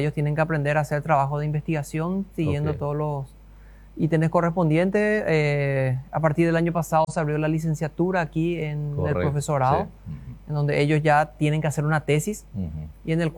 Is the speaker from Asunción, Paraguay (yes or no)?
yes; Asunción, Paraguay; now in Filadelfia, Paraguay; Soy originario de Asunción. Estoy ya viviendo aquí 14 años.